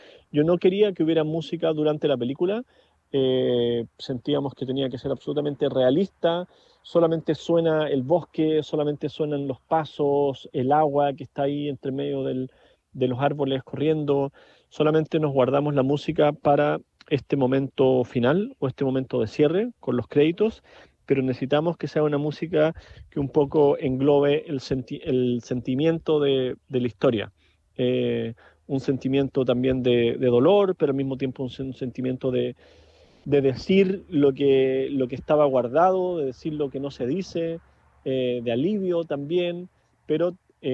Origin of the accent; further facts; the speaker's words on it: Chile; Yo me siento más que un cineasta chileno, me siento un cineasta latinoamericano